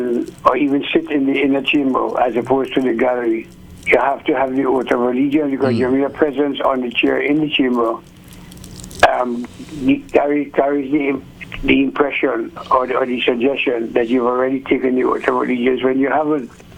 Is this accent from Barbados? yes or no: yes; Bridgetown, Saint Michael, Barbados; also born or lived in Kingston, Jamaica; So I'm not from Oxford, Maxie. I'm from Bridgetown and Kingston.